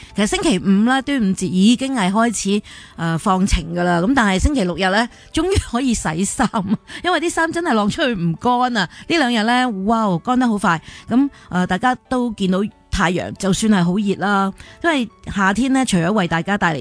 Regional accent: Qingyuan, Guangdong, China; 我系清远人。

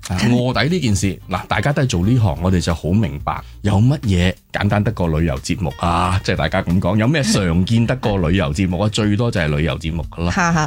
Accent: Hong Kong; 其實幾似我哋香港人

